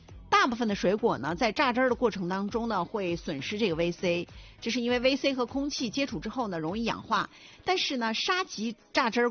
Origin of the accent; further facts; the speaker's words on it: China; 我们中国人